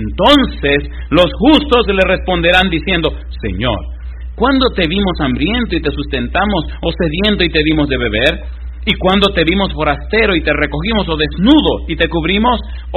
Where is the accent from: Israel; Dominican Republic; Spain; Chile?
Dominican Republic; en una ciudad que se llama La Romana en mi país